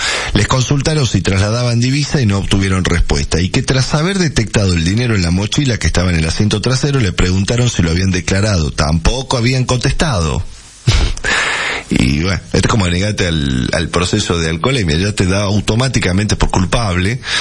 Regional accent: Argentina; no como la Argentina, que por cada paso que damos hay consecuencia.

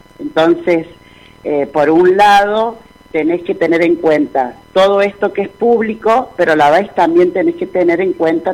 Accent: San Juan, Argentina; moved away as an adult; now in Chubut, Argentina; En mi caso, yo comencé trabajando en San Juan, porque bueno, yo soy de San Juan, pero hace más de 21 años que vivo acá en la Patagonia, en Chubut.

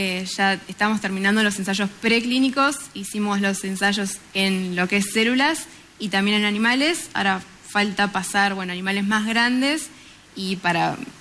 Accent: Argentina; also born or lived in Coronel Pringles, Buenos Aires Province; Ya tiene base argentina, estamos establecidos en Argentina

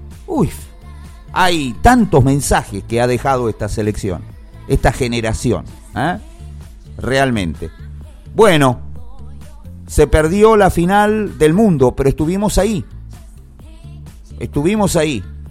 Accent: Argentina; como argentino orgulloso que me considero

